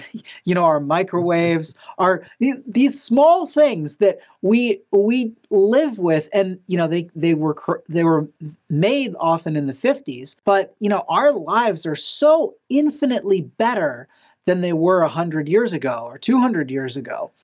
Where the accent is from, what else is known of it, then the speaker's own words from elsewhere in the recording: Golden, Colorado, United States; also born or lived in Boulder, Colorado; I was born in the People's Republic of Boulder, but revolted into orthodoxy in early youth and grew up in Golden.